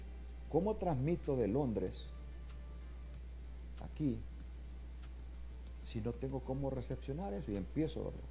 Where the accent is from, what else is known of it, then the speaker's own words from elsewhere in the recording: Choluteca, Honduras; moved away; …, el satélite de Choluteca, en honor a mi pueblo.